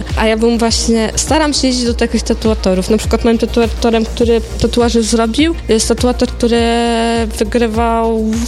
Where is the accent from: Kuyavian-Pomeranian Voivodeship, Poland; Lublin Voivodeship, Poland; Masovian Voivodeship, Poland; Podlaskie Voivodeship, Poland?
Podlaskie Voivodeship, Poland; pochodzę jednak z Podlasia i tak naprawdę wracam do korzeni.